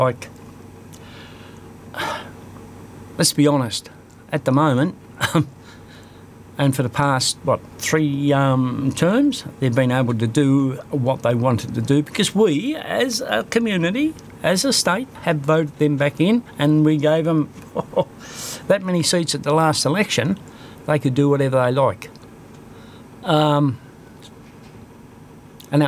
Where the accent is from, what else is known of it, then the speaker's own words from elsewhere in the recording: Australia; We are Australian